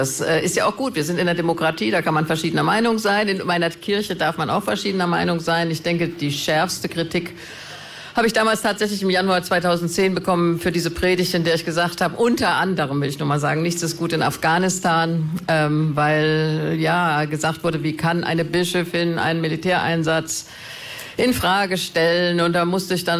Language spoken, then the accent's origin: German; Germany; ich bin Deutsche.